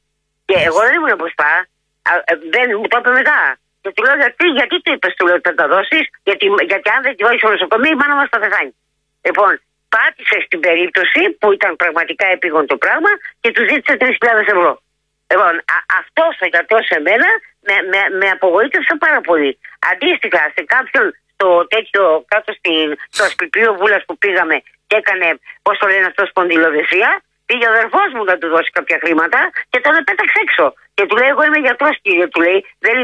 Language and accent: Greek; Chalcis, Central Greece, Greece; Γιατί είμαι από τη Χαλκίδα και δεν τη γυρίζω πίσω.